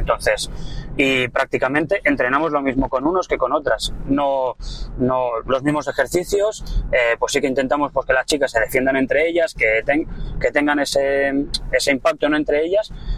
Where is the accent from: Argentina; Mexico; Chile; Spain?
Spain; Barcelona, Catalonia; Vengo de Barcelona.